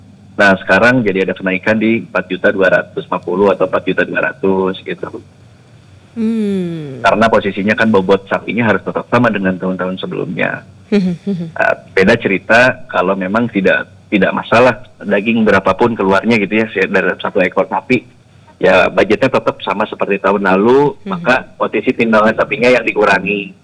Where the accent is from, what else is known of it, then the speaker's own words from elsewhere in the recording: West Java, Indonesia; kita Jawa Barat atau saya di Bandung gitu